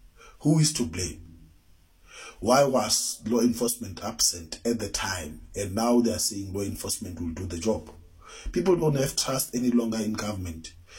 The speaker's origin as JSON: {"language": "English", "town": "Randfontein", "region": "Gauteng", "country": "South Africa", "said": "Good morning, anonymous here. I'm from Randfontein."}